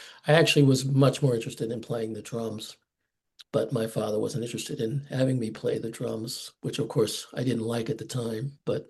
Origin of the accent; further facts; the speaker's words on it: Hamden, Connecticut, United States; also born or lived in New Haven, Connecticut; now in South Portland, United States; I was born in New Haven, but I lived in the neighboring town called Hamden for most of my high school years. Of course, when I was too young to remember it, I lived in New Haven with my family